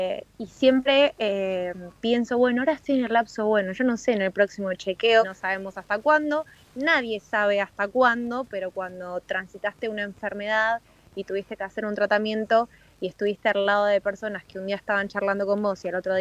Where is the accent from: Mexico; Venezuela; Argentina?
Argentina; Verónica, Buenos Aires Province; moved away as an adult; also born or lived in La Plata; yo soy de un pueblo que se llama Verónica, en la provincia de Buenos Aires.